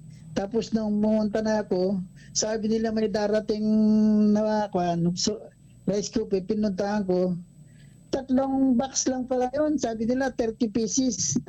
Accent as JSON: {"language": "Tagalog", "town": "Puerto Princesa", "region": "Mimaropa", "country": "Philippines", "said": "Dito po sa Puerto Princesa."}